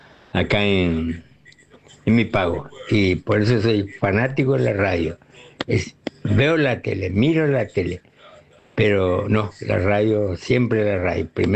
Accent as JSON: {"language": "Spanish", "town": "Clorinda", "region": "Formosa", "country": "Argentina", "said": "Yo soy nacido en el 53, así que tengo 70 y pico de años, ¿eh? Así que soy formoseño, argentino de Clorinda, Formosa"}